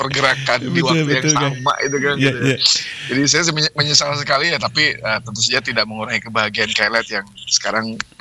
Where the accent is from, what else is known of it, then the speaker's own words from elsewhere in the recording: Bandung, West Java, Indonesia; kita mungkin juga sebagai warga Kota Bandung